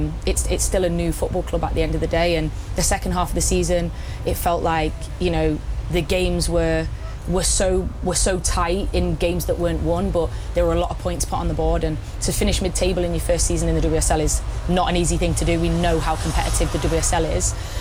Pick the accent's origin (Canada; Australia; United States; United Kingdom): United Kingdom; England; moved away; Obviously, I'm English